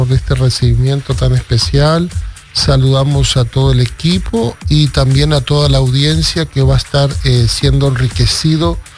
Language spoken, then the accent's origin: Spanish; Argentina; Me crié en Argentina, en una de las la segunda comunidad más grande de judíos en todo el mundo, después de Nueva York y Estados Unidos.